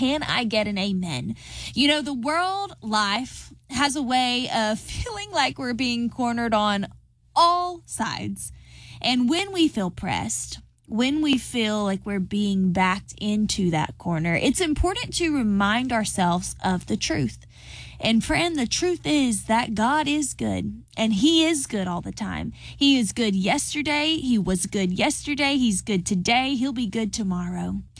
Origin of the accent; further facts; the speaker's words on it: Georgia, United States; I'm from Georgia